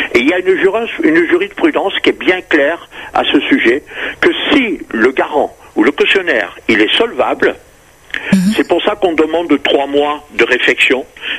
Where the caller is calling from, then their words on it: Paris, Île-de-France, France; je vous appelle de Paris.